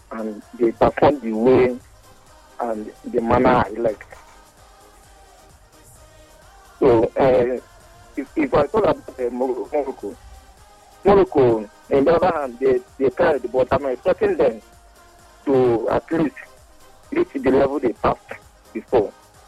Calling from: Nigeria; I'm calling you from Wendele.

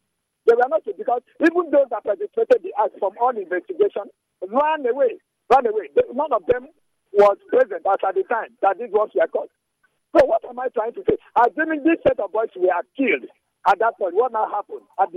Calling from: Port Harcourt, Rivers, Nigeria; I'm calling from Port Harcourt.

